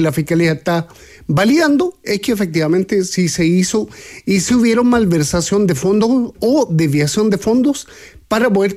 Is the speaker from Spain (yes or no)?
no; Chile; siendo chileno